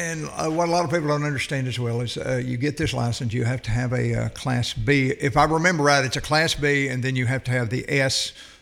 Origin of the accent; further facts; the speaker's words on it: United States; I've known Randy all my life. I kind of grew up together. He grew up on the Sweden's Cove side, and I grew up on the Fish Trap side, so we all knew each other